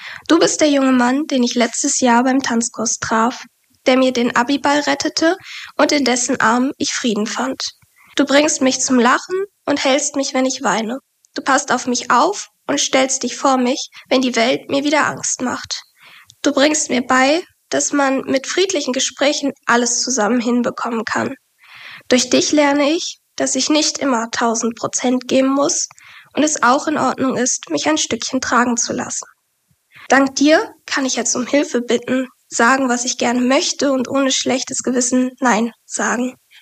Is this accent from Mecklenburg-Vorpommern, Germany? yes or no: no; Essen, North Rhine-Westphalia, Germany; ich bin 20 Jahre alt. Ich komme gebürtig aus Essen und studiere in Bochum